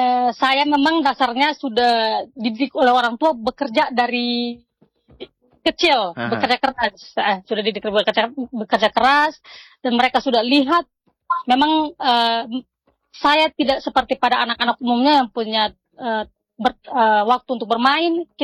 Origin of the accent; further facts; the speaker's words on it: Jakarta, Indonesia; Benar juga, kita nih asli Betawi tapi kita tidak punya kebun.